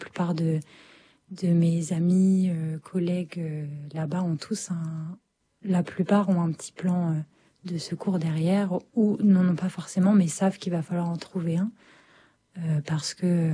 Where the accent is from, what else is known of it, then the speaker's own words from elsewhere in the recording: France; now in Paris region, France; je suis française et que j'habitais déjà en région parisienne.